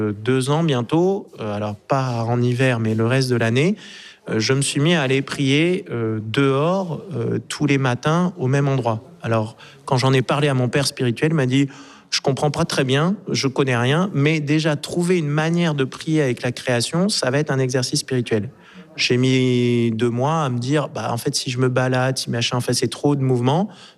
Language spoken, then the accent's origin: French; Marseille, Provence-Alpes-Côte d'Azur, France; moved away; j'ai grandi à Marseille, mais tous les étés, j'allais passer 2 mois dans les terres familiales entre Nantes et Ancenis